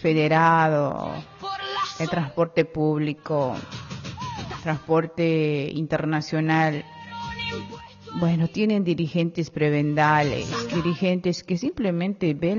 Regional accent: Oruro, Bolivia; los hermanos del transporte del departamento de Oruro, de mi tierra revolucionaria

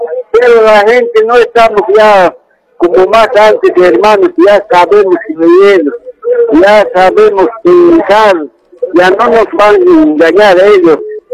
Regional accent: Bolivia; Nosotros como bolivianos tenemos que pedir esa rendición de cuentas.

